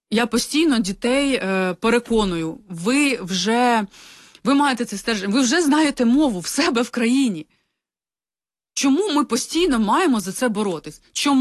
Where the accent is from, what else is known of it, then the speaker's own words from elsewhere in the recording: Brovary, Kyiv Oblast, Ukraine; moved away as an adult; я сама з Броварів